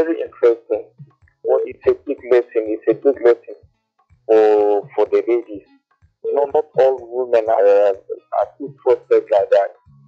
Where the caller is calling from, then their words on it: Lagos, Nigeria; I'm calling from Yaba.